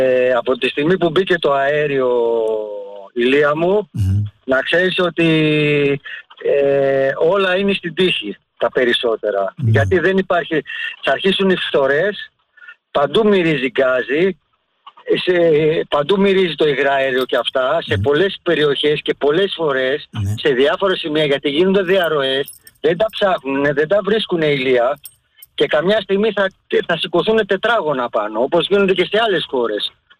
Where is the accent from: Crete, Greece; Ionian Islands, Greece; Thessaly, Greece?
Thessaly, Greece; Trikala; moved away; Όπως έγινε και στη Βιολάντα, στα Τρίκαλα, στην πατρίδα μου.